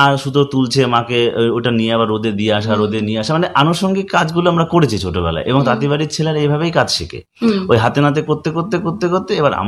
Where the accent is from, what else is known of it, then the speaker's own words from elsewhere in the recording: Phulia, West Bengal, India; আমার বাড়ি হচ্ছে নদিয়া জেলার শান্তিপুর থানার অন্তর্গত ফুলিয়া গ্রামে।